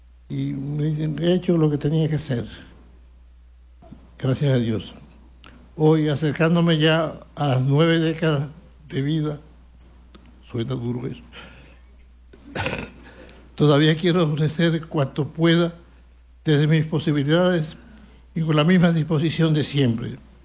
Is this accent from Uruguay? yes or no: no; Dominican Republic; seguiré sirviendo a la Iglesia y a mi pueblo amado, dominicano hasta el último día de mi vida.